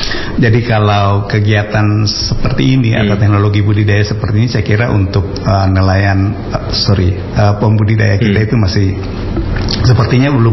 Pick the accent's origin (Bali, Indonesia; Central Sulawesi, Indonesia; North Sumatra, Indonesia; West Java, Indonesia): Central Sulawesi, Indonesia; born there; terutama di daerah saya ya, di Morowali Utara